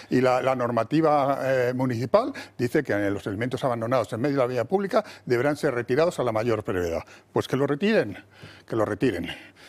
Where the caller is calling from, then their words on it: Madrid, Community of Madrid, Spain; yo como madrileño, es uno de los sitios esenciales de mi ciudad